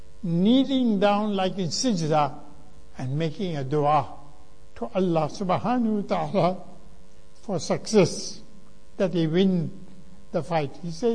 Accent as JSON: {"language": "English", "country": "South Africa", "said": "I'm from South Africa, and that is why I speak English. I'm not a Pakistani."}